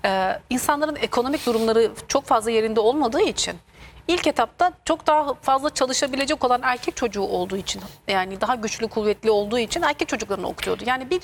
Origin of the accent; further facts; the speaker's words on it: Tokat, Turkey; Ben her zaman örnek veririm memleketim Tokat'ın halayında bile kadınlar erkeklerin omuzlarına çıkarak halay çekiyor.